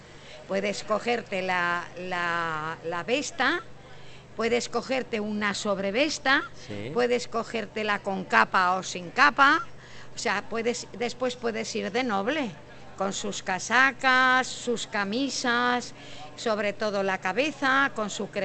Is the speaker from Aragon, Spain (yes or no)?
yes; Almunia de San Juan, Aragon, Spain; moved away as an adult; now in Monzón, Spain; Yo soy de Almunia de San Juan